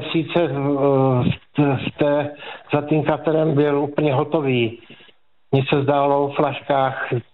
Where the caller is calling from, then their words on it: Moravia, Czechia; jsem z Moravy